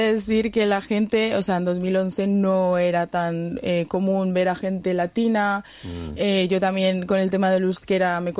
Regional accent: Medellín, Antioquia, Colombia; now in Zalla, Spain

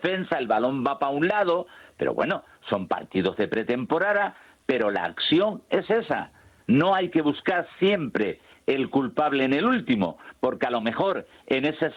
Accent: Canary Islands, Spain; yo soy canario

